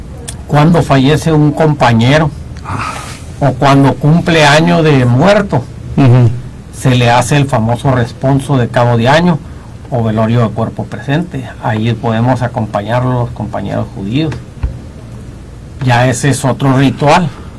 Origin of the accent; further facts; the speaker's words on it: San Miguel Zapotitlán, Sinaloa, Mexico; Nosotros somos de San Miguel Zapotitlán.